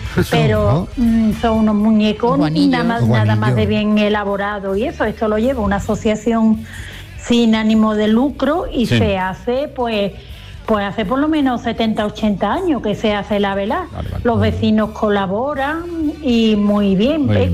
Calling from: Bollullos par del Condado, Andalusia, Spain; desde Boyullo.

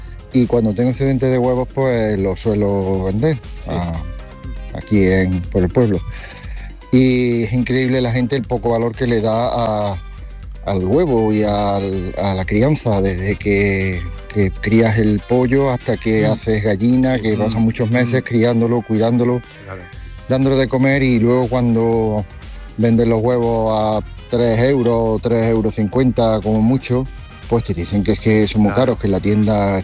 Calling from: Cerro Muriano, Andalusia, Spain; de Cerro Muriano.

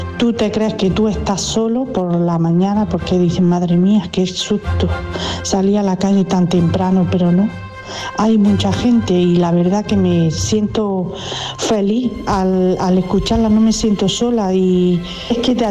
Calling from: Granada, Andalusia, Spain; soy de Granada, soy limpiadora

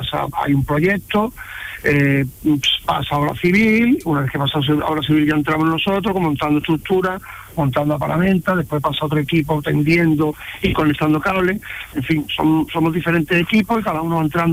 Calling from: Seville, Andalusia, Spain; Yo de Sevilla capital.

